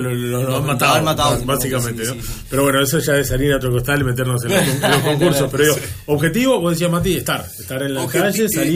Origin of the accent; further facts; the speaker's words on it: Uruguay; Todos los que somos uruguayos identificamos la murga